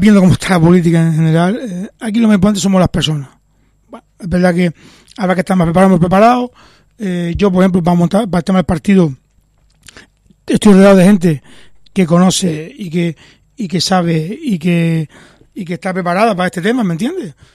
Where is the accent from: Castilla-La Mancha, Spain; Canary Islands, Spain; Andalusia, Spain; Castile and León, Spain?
Canary Islands, Spain; Las Palmas de Gran Canaria; Yo soy de Las Palmas